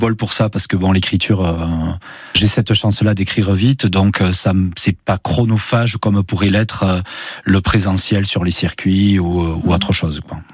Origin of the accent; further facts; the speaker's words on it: Pau, Nouvelle-Aquitaine, France; Je suis né à Pau, actuellement j'habite à Jurançon.